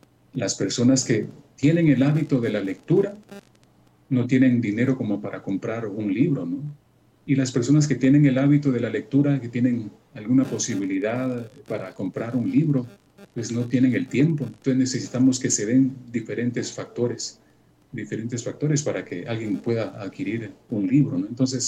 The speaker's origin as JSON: {"language": "Spanish", "town": "Amatitlán", "region": "Guatemala Department", "country": "Guatemala", "said": "yo, como soy de Amatitlán y tengo la buena parte de cuentos se desempeñan en Amatitlán"}